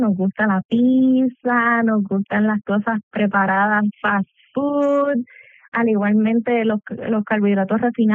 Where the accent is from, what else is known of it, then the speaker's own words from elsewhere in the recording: Puerto Rico; Somos una población puertorriqueña carnívora